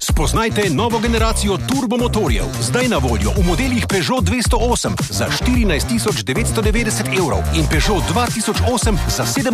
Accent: Carinthia, Slovenia; Korošci smo zelo inovativni, moramo biti že zgodovinsko gledano

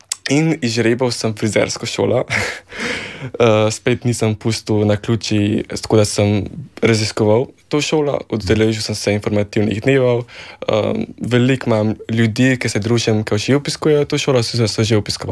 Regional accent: Kranj, Upper Carniola, Slovenia; ker sem iz Kranja, sem še vsem tišel v Ljubljano

